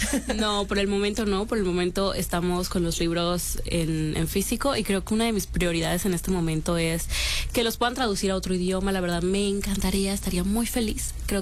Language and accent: Spanish; Colombia